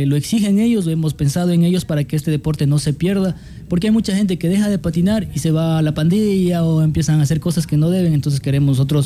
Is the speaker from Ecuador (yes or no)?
yes; Ecuador; Yo amo mi Latinoamérica y si no está mi Ecuador